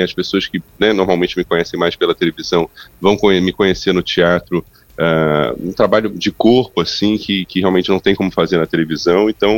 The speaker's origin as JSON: {"language": "Portuguese", "town": "Brasília", "region": "Federal District", "country": "Brazil", "tie": "born there", "said": "eu nasci em Brasília, foram poucos meses que eu fiquei lá, mas assim, é um lugar que eu tenho muito carinho, né?"}